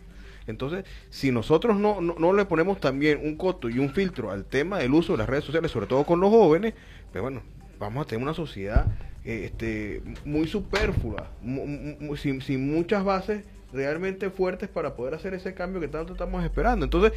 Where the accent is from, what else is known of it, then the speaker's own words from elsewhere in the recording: Mérida, Venezuela; moved away; yo que vengo de Mérida